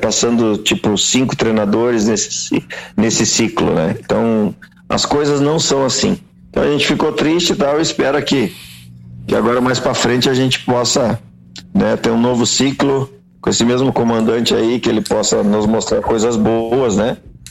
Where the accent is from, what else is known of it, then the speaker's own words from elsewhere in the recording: Brazil; eu como brasileiro